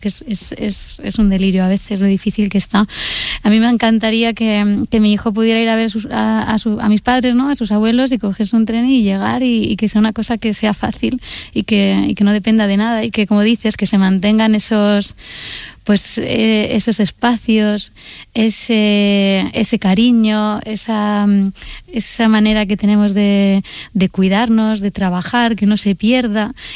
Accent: Úbeda, Andalusia, Spain; Pues mira, yo los voy a llevar a mi pueblo, a mi Úbeda. Yo lo llamo pueblo porque creo que pueblo es la cosa más bonita que se le puede decir a nadie.

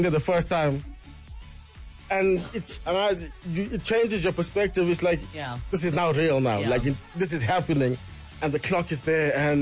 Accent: South Africa; born there; I think that's a lot of us as young South African kids.

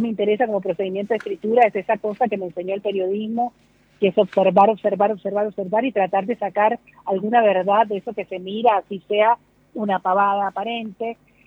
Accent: Caribbean Region, Colombia; mujeres que o trabajaron en mi casa de chica, que en Colombia eso también era bastante, o es, en el Caribe sobre todo

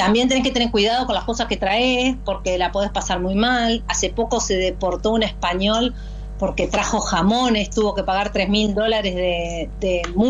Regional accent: Entre Ríos, Argentina; moved away; Sí, yo que vengo de Entre Ríos, te podrás imaginar que canciones de hay un chamamé de Concordia que es muy lindo

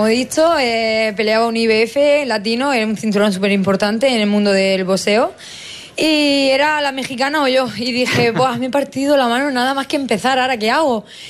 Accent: Region of Murcia, Spain; me siento muy querida en mi tierra como murciana

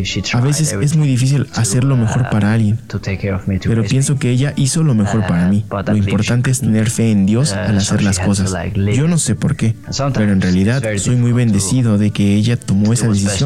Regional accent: Bulgaria; no sé mucho de Bulgaria porque no he desarrollado mucho interés por el país de donde vengo.

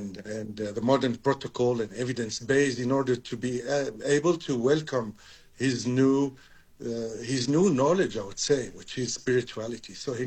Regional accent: Tunisia; English is a second language; now in South Africa; So as a Tunisian doctor, because I come from Tunisia, North Africa

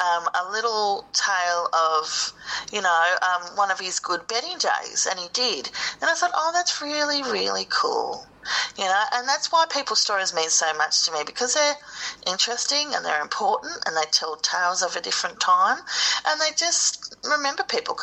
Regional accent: Hay, New South Wales, Australia; We come from Hay. We don't have a lot of resources, but tennis does actually have these magnificent resources of the Callaghan family.

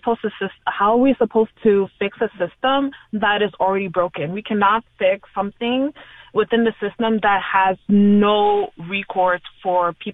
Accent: Montreal, Quebec, Canada; I was born and raised in Montreal, raised in Park Extension. I'm a Black woman.

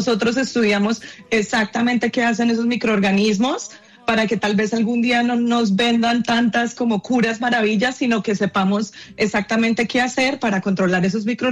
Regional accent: Bucaramanga, Santander, Colombia; Yo soy bumanguesa, de Bucaramanga.

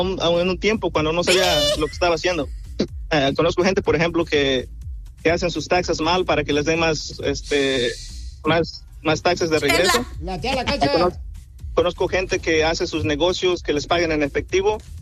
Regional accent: Mexico; moved away; Contigo, soy mexicano, soy ilegal, vine ilegal. Ahorita, gracias a Dios, ya tengo mis papeles

